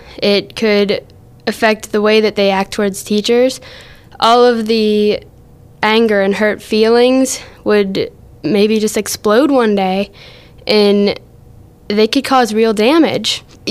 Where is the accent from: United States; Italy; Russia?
United States; South Allegheny, Pennsylvania; I'm 16 from South Allegheny.